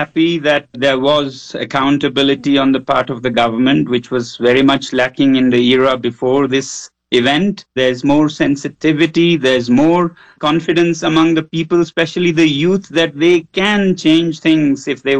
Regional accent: Ladakh, India; I come from Ladakh

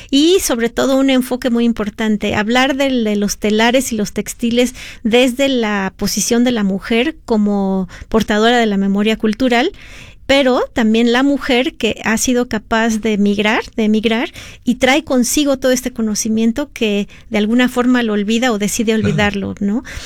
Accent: Mexico; en todo lo que me involucré con las comunidades indígenas en mi país, se me ocurrió crear cómo un telar, ¿no?, puede contar una historia, ¿no? Entonces, yo por años he estado yendo a las comunidades indígenas de México en el estado de Chiapas

